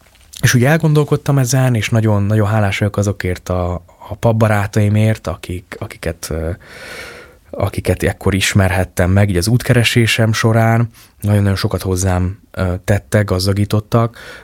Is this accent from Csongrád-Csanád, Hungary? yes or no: no; Sopron, Győr-Moson-Sopron, Hungary; én soproni vagyok, úgy ott a határa